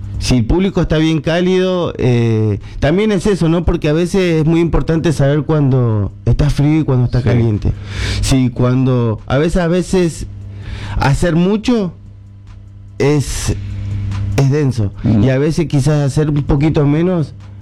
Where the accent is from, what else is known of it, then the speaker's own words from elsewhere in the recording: Buenos Aires, Argentina; born there; Sí, yo sí nací en Buenos Aires.